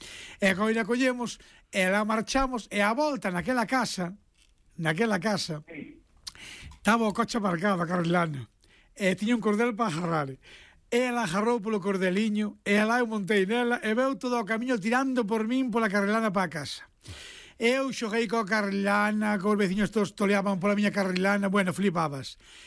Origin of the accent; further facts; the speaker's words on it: A Estrada, Galicia, Spain; E unha mulleriña que morreu con 100 anos na miña aldea, a señora Lola, que eu lle quería moito, levou-me un día con ela, eu son de Arca da Estrada, e fomos a Mesejo